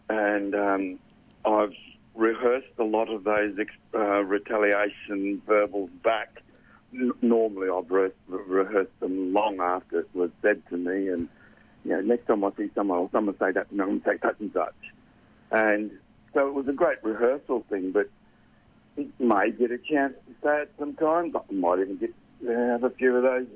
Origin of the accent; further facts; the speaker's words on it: Australia; I'm from Australia. I didn't have Afro hair